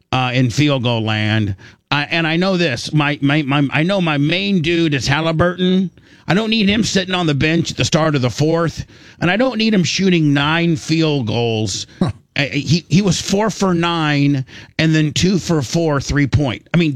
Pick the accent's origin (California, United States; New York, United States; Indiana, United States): Indiana, United States; And listen, I do know growing up in Indiana, indoctrinated.